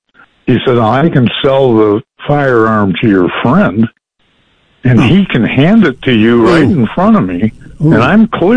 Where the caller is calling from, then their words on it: Wright, Wyoming, United States; I'm up in Wyoming, in Wright, Wyoming, if you know where that is, northeast.